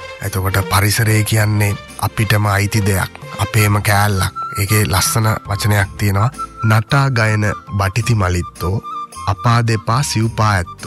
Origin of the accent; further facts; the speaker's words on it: Rattota, Central Province, Sri Lanka; මම මාතලේ රත්තොට පිටකන්ද කියන දුෂ්කර ගමේ තමයි ඉපදෙන්නේ.